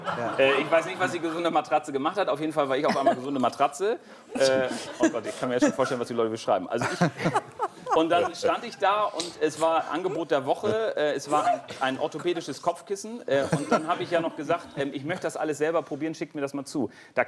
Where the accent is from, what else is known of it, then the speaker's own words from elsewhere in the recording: Hamburg, Germany; Ich bin in Hamburg aufgewachsen und habe mich viel rumgetrieben in der Schulzeit.